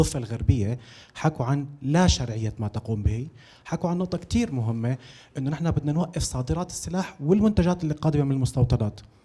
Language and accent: Arabic; Syria; أنا فلسطيني سوري أو سوري فلسطيني.